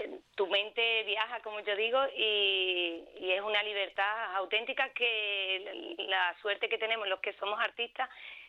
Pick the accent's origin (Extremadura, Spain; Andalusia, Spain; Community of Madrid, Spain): Extremadura, Spain; Almendralejo; la primera vez que la inauguré fue aquí en mi pueblo, en Almendralejo, un 8 de marzo